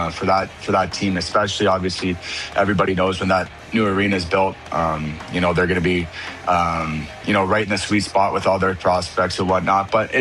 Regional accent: Canada; as a Canadian-born player and to play in Calgary, like for me personally, I had a great experience in Canada

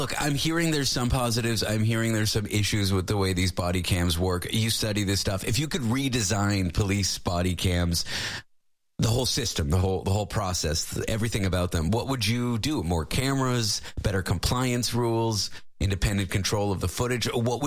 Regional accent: Canada; Well, I'm from Canada originally, where it's more similar to Australia, so I've seen it both ways.

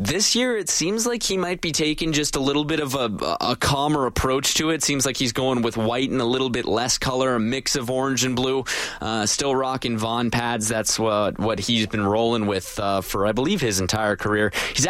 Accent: Edmonton, Alberta, Canada; it's growing up in Edmonton.

